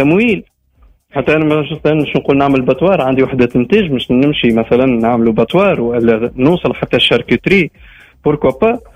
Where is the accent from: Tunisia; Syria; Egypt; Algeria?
Tunisia; عندنا في تونس